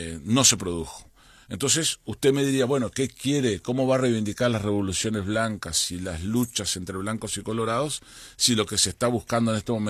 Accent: Uruguay

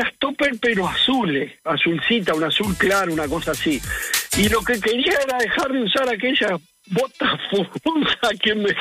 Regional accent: Maldonado, Uruguay; Yo soy de Maldonado. Acá en Maldonado

